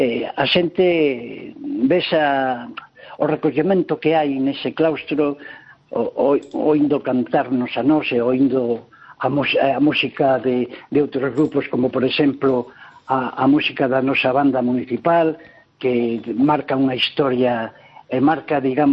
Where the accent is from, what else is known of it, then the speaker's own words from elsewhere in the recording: Cabanas, Galicia, Spain; a vosa cidade, a Coruña, de onde son eu, Eu nacín, non nacín na capital, eu nacín en un concello chamado Cabanas, ao lado de Pontedeume